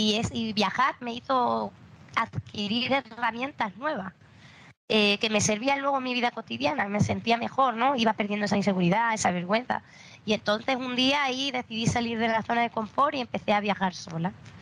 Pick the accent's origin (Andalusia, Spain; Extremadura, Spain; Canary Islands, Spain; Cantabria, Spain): Extremadura, Spain; Yo soy de Extremadura, me crié en un pueblo muy pequeño de Extremadura, menos de 4.000 habitantes.